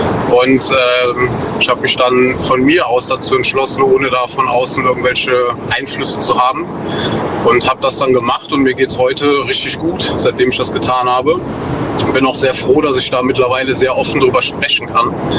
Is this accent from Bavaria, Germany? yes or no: no; North Rhine-Westphalia, Germany; Aus der Eifel, NRW.